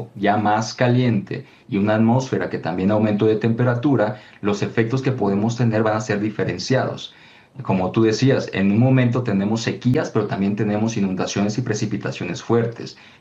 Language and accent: Spanish; Tabasco, Mexico; Yo soy de Tabasco